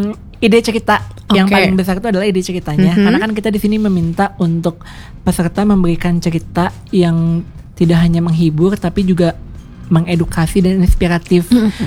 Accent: West Java, Indonesia; kita sebagai warga Jawa Barat

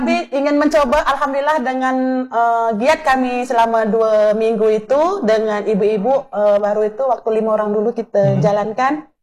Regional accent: Batam, Riau Islands, Indonesia; kami orang Melayu

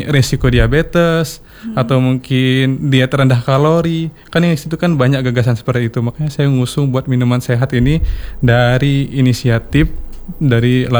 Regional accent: Palembang, South Sumatra, Indonesia; moved away; also born or lived in Java; Meskipun saya sendiri aslinya orang Palembang asli.

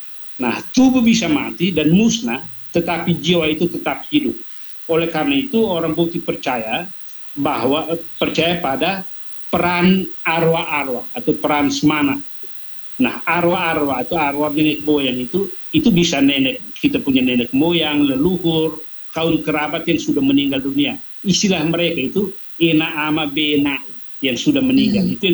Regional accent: East Nusa Tenggara, Indonesia; kalau kami orang Timur yang berbahasa Dawan, yang walaupun sudah beragama itu, menyebut Tuhan Allah itu dengan istilah Wisneno.

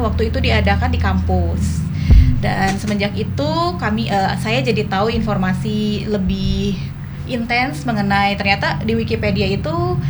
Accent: Bandung, West Java, Indonesia; aku asli Bandung. … sim kuring mah asli ti Bandung.

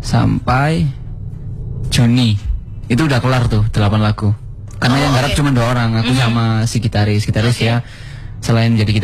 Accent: Lawang, East Java, Indonesia; Lawang. Katakanlah Melo Pasuruan.

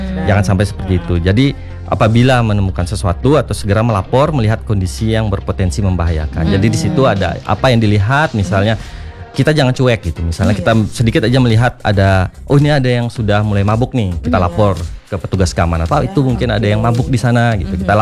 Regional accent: Bali, Indonesia; Kita sebagai orang Bali itu harus bangga

